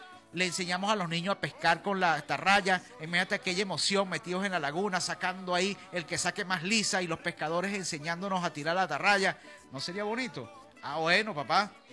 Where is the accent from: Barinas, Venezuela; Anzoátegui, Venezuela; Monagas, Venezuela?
Anzoátegui, Venezuela; Puerto Píritu; mi pueblito, Puerto Píritu.